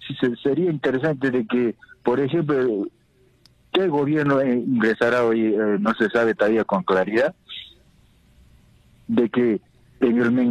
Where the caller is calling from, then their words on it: Juliaca, Puno, Peru; de acá de Juliaca.